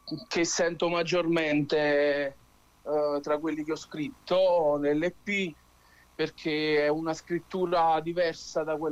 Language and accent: Italian; Cervinara, Campania, Italy; c'è Matthew Banshee, che è un ragazzo di Cervinara del mio paese